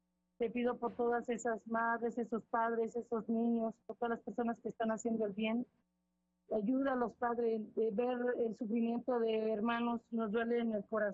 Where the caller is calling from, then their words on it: Cuernavaca, Morelos, Mexico; Cuernavaca, Morelos, México.